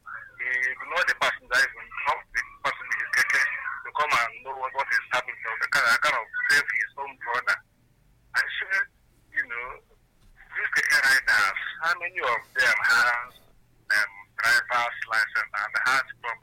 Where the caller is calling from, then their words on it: Iwollo, Enugu State, Nigeria; I'm calling from Iwolo, Ezeagu.